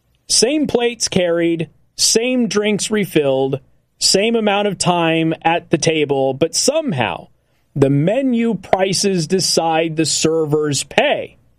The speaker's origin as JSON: {"language": "English", "town": "Las Vegas", "region": "Nevada", "country": "United States"}